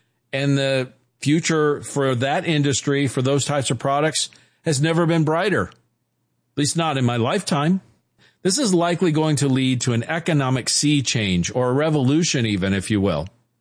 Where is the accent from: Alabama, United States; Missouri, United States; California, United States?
Missouri, United States; Kansas City; born there; I'm like, "No, I was born in Kansas City, Missouri." So I'm as American as it comes, but I am half Hungarian, my dad's heritage